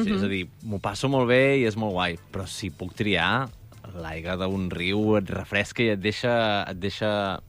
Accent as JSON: {"language": "Catalan", "region": "Catalonia", "country": "Spain", "tie": "born there", "said": "Em temo que soc nascut al Vallès"}